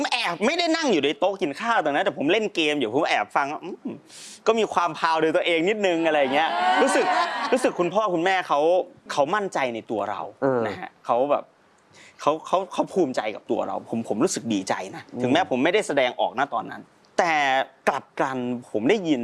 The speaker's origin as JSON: {"language": "Thai", "region": "Isan", "country": "Thailand", "said": "ด้วยความเป็นเด็กอีสานเนี่ยต้องใช้อาศัยความขยันมากกว่าเขา10เท่า"}